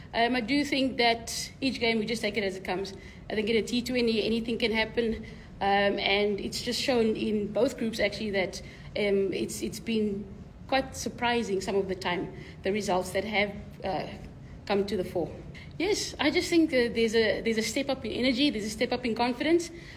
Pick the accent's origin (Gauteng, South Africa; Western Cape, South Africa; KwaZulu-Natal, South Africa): Western Cape, South Africa; Cape Town; I'm from Cape Town.